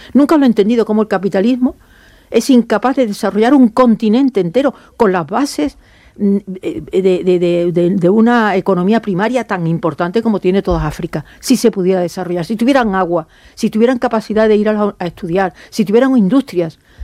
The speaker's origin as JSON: {"language": "Spanish", "region": "Andalusia", "country": "Spain", "said": "Porque había que trabajar, había que comer. Andaluces, de mi tierra."}